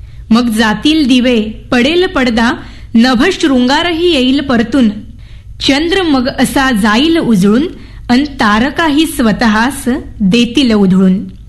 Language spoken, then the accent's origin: Marathi; Devgad, Maharashtra, India; now in Mumbai, India; मी मूळची देवगडची आहे, तर गावी कसं निरभ्र आकाश आपल्याला पाहायला मिळतं